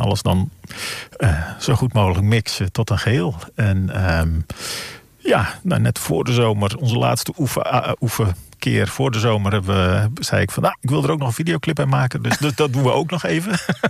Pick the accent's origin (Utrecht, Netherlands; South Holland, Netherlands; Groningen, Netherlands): Groningen, Netherlands; moved away; Maar dat zal komen door mijn roots, dat ik uit Noord-Groningen kom.